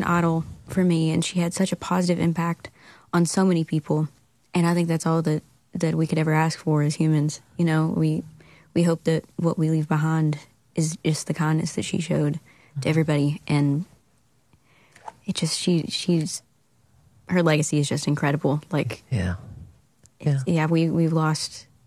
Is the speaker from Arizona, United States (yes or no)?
no; Kentucky, United States; She's from Tennessee. I'm from Eastern Kentucky.